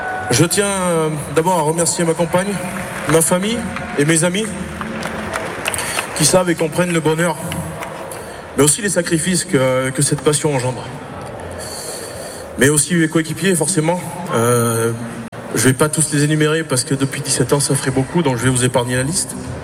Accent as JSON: {"language": "French", "region": "Auvergne-Rhône-Alpes", "country": "France", "said": "Je suis auvergnat avant tout."}